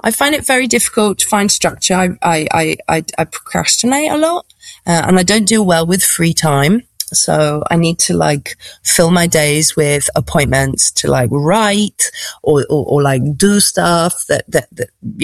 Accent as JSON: {"language": "English", "country": "United Kingdom", "said": "like I'm British, obviously it's my culture to like steal other people's culture."}